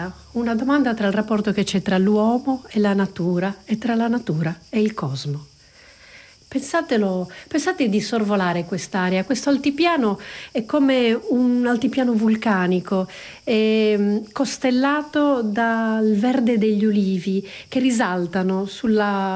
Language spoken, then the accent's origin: Italian; Sardinia, Italy; Siamo nel centro della Sardegna, la mia terra